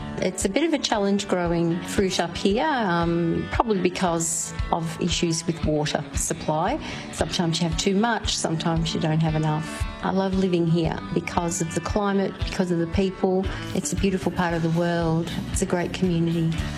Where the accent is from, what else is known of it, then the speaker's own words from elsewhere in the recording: Victoria, Australia; Originally we're from the Western District, so it's actually great to hear what's happening in, sheep sales over in Hamilton, for instance, because we used to have a small little property over there too.